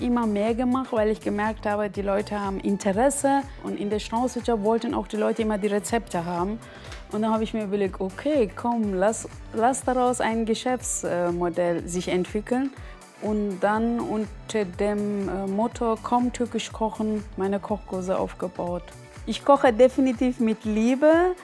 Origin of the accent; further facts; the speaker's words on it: Turkey; moved away as an adult; now in Lorch, Germany; ich komme ja aus der Türkei